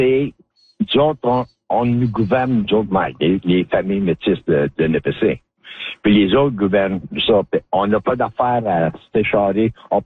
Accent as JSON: {"language": "French", "region": "Ontario", "country": "Canada", "said": "Mais nous autres, on est local. On vient de la rivière des Français puis du Nipissing. So, c'est les métis originaires de la région ici."}